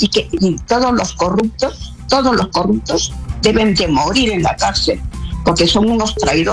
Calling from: Peru

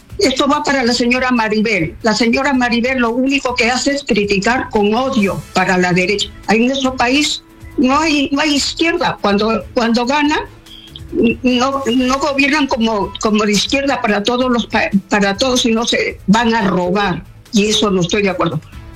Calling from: Peru; en nuestro Perú

